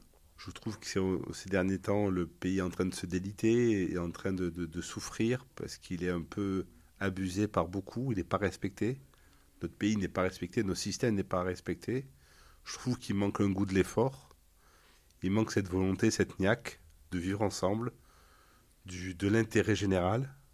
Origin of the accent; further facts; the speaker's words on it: Marseille, Provence-Alpes-Côte d'Azur, France; je suis profanément français. Je suis né à Marseille, je suis né en France.